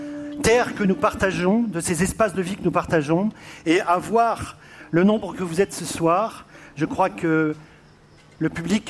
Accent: France; chez nous, en France

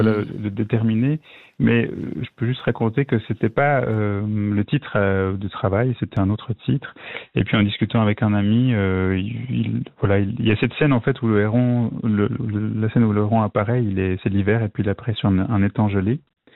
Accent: Lausanne, Vaud, Switzerland; born there; now in Vevey, Switzerland; je suis né à Lausanne, j'ai passé maintenant j'habite à Vevey, mais j'ai habité 20 ans là-bas.

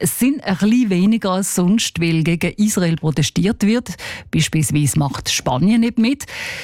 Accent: Basel, Basel-Stadt, Switzerland; als Baslerin

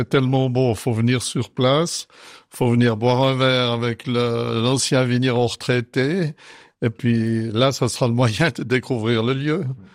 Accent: Saint-Saphorin, Vaud, Switzerland; born there; Alors moi, je suis né au Burignon, donc mon père était vigneron pour la commune de Lausanne, au domaine du Burignon.

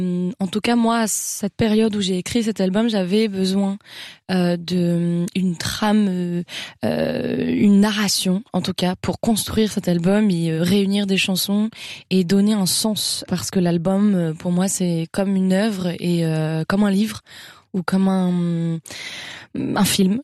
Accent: Paris, Île-de-France, France; born or raised there

